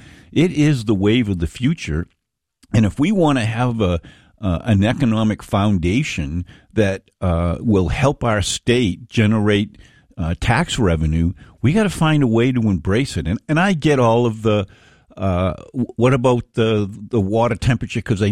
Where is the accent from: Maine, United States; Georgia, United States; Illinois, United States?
Maine, United States; Yarmouth; It's no different in my hometown in Yarmouth back in the 1960s.